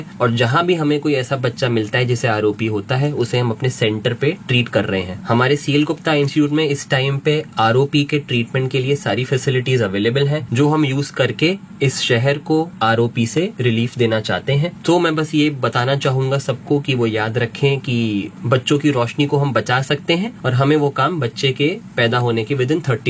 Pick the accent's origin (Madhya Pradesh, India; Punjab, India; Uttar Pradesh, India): Uttar Pradesh, India; Moradabad; moved away as an adult; मैं मुरादाबाद का ही जन्मा हूँ 1994 में। यहीं का मैं स्कूल में पढ़ा हूँ, उसके बाद मैं अपनी स्कूलिंग के बाद जो है लुधियाना चला गया था।